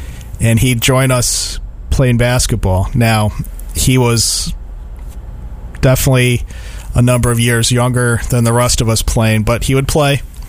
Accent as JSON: {"language": "English", "town": "Troy", "region": "New York", "country": "United States", "tie": "born or raised there", "said": "I grew up in Lansingburg, and right across the street from my house, right across the street from my house, there was a basketball court"}